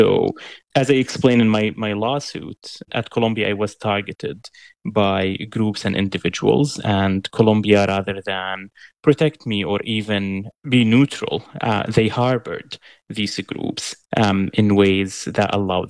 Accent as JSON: {"language": "English", "country": "Syria", "tie": "born or raised there", "also_born_or_lived": "Lebanon", "second_language": "English", "moved": "as an adult", "said": "As you explained, I was born and raised in Syria for 18 years I lived there, but I was never really like Syrian."}